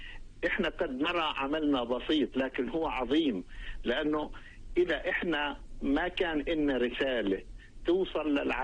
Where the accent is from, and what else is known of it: Palestine